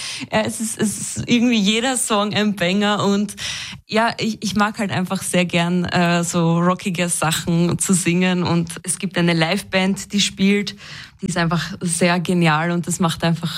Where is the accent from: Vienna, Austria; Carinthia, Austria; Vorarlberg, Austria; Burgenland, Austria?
Burgenland, Austria; natürlich ist für mich das Besondere als Burgenländerin in diesem burgenländischen Setting da mitwirken zu können. Und ich komme aus einem kleinen burgenländischen Dorf